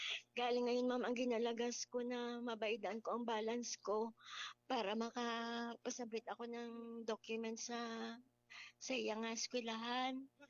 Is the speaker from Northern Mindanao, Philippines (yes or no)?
no; Manila, Metro Manila, Philippines; now in Iloilo, Philippines; Bali po, halin po kami sa Manila. Bali, nag-relocate kami di sa Iloilo 1991 pa. Pero hindi ko masyado makapagsalita ng diretsyo na ano, Ilonggo. Pero makaintindi gamay din.